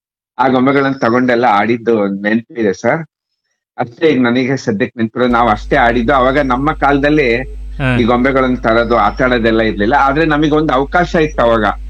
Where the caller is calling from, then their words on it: Shivamogga, Karnataka, India; Vidyanagar, Shivamogga.